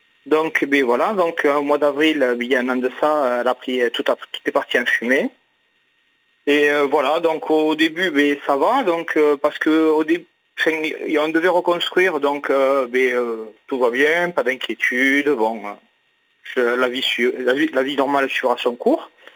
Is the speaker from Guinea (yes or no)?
no; South-West France, France; accent: south-western; du sud-ouest.